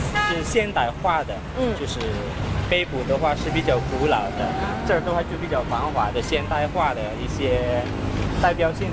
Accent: Jakarta, Indonesia; 我们雅加达现在发展的也是挺快的，就自己觉得身为雅加达人，身为印尼人，也是自己觉得很骄傲。

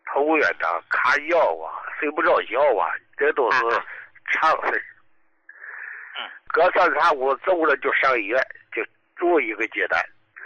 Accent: Dalian, Liaoning, China; 这个医大就大，我是大连的哈

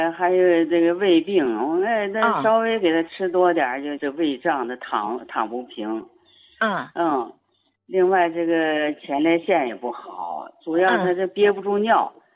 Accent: Linyi, Shandong, China; 我是山东临沂的。

